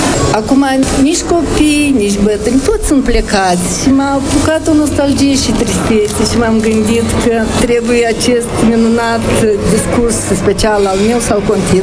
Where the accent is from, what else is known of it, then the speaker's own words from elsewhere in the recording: Micleușeni, Strășeni District, Moldova; also born or lived in Seliște, Nisporeni; now in Poșta Veche, Moldova; M-am născut în Seliște, Nisporeni, dar am copilărit în Micleușeni, lângă Dolna, câțiva kilometri